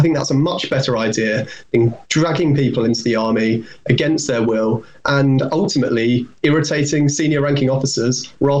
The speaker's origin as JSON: {"language": "English", "country": "United Kingdom", "said": "we're British, we're proud"}